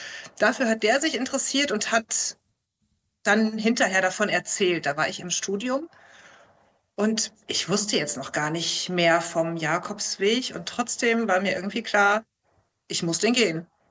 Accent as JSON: {"language": "German", "region": "North Rhine-Westphalia", "country": "Germany", "tie": "born or raised there", "said": "also direkt im Sauerland von hier aus gesehen, von Paderborn aus gesehen, war mein Elternhaus. Also ich komme ursprünglich aus dem"}